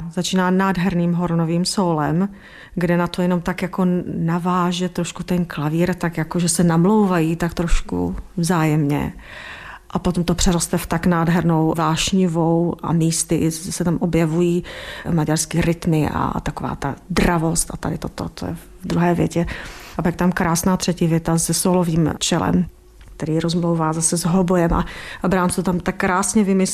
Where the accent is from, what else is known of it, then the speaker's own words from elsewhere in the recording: Brno, South Moravian Region, Czechia; že jsem z Brna